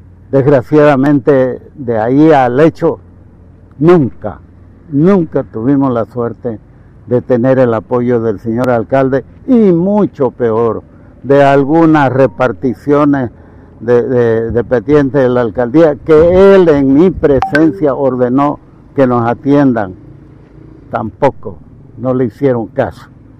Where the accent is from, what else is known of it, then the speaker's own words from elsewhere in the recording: Santa Cruz, Bolivia; now in El Palmar, Bolivia; tuvimos yeta, como decimos los cambas.